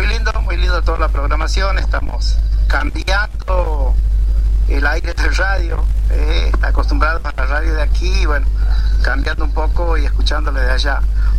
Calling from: Añatuya, Santiago del Estero, Argentina; Soy de aquí de Añatuya, de la provincia de Santiago del Estero.

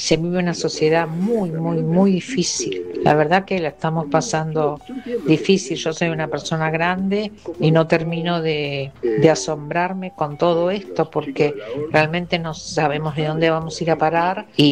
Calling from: Buenos Aires, Argentina; soy de Belgrano.

